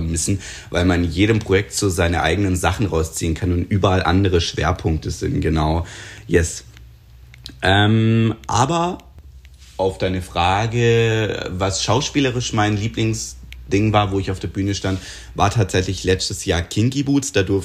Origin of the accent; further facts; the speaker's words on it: Triberg, Baden-Württemberg, Germany; konnte erste Erfahrungen sammeln bei den Schwarzwalber-Musicals in Triberg, in meiner Heimatstadt, die ja tatsächlich überregional bekannt waren